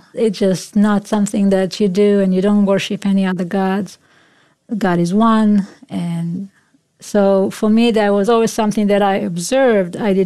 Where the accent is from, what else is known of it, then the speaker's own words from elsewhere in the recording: Israel; moved away as an adult; I was born in Israel. Lived there pretty much all my life until I was 23. My family was not religious. We were secular, although we did celebrate the Jewish holidays traditionally, like most people in Israel do.